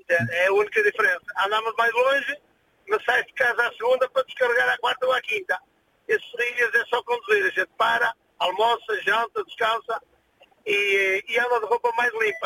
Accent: Lousada, Porto, Portugal; eu na minha zona, onde eu sou natural do Conselho de Lousada, ali de uma freguesia do Lousada

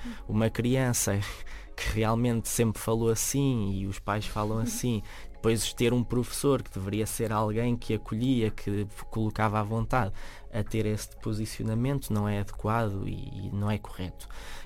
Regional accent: Centro, Portugal; now in Lisbon, Portugal; na Beira Alta, que eu sou beirão, sei bem do que falo

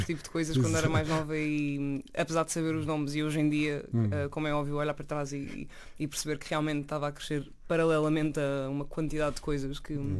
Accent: Massamá, Lisbon, Portugal; E depois vivi a minha vida basicamente nos subúrbios, ali na linha de Sintra, que é onde eu cresci ali em Massamá.

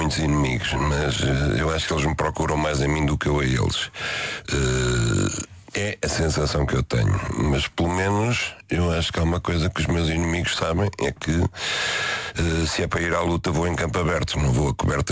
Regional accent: Portugal; você é de onde? Eu disse: Portugal

